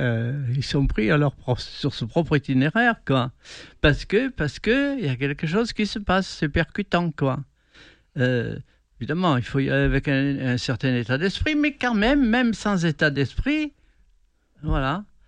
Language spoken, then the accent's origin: French; Provence-Alpes-Côte d'Azur, France; chez nous, en Provence